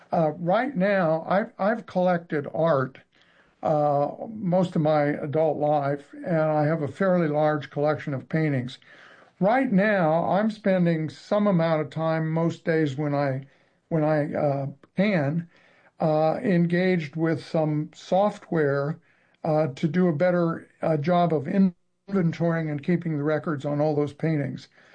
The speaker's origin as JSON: {"language": "English", "town": "Remington", "region": "Indiana", "country": "United States", "tie": "born or raised there", "said": "how did a kid from Remington, Indiana, and a high school class of 41 people find himself sitting in a bar drinking beer"}